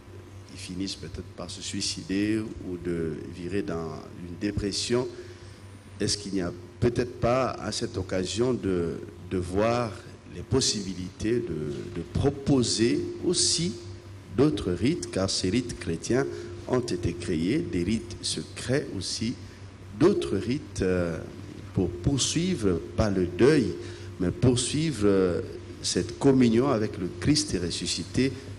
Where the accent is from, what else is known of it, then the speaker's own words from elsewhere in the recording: DR Congo; now in Switzerland; je viens de la République démocratique du Congo, je suis curé en Suisse.